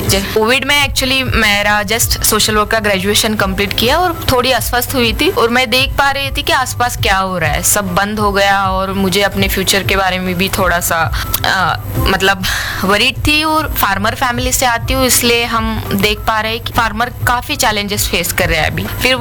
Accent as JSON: {"language": "Hindi", "region": "Maharashtra", "country": "India"}